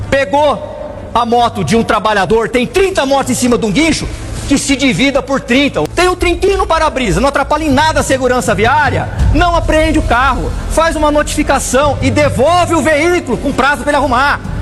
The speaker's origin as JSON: {"language": "Portuguese", "town": "Ribeirão Preto", "region": "São Paulo", "country": "Brazil", "tie": "born there", "moved": "yes", "said": "na minha terra, Ribeirão Preto"}